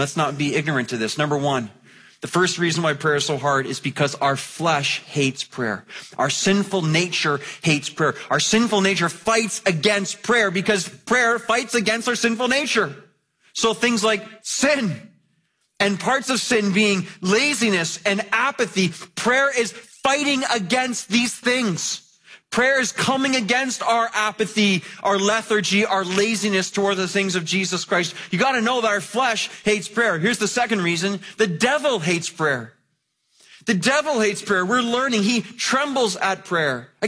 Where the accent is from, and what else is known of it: Mississauga, Ontario, Canada; born or raised there